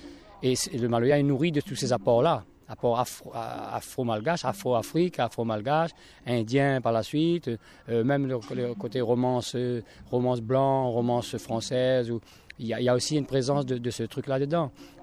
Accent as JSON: {"language": "French", "country": "Réunion", "said": "Ou alors, on est réunionnais, nourri de tous ces apports-là. Et moi, mes sens sont en éveil depuis petit avec les tambours malbar qui accompagnent les cérémonies rituelles tamoul malbar"}